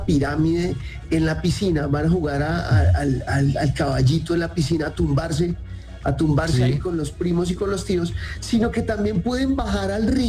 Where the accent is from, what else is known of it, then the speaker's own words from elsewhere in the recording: Barranquilla, Atlántico, Colombia; born there; Entonces yo nací en Barranquilla.